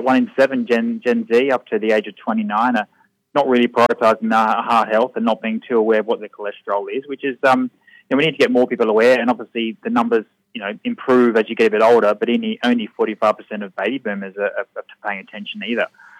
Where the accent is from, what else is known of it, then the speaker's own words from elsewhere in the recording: Adelaide, South Australia, Australia; now in Melbourne, Australia; I'm a vascular and aortic physician in Adelaide. Sorry, in the Alfred, Melbourne, and I'm from Adelaide originally.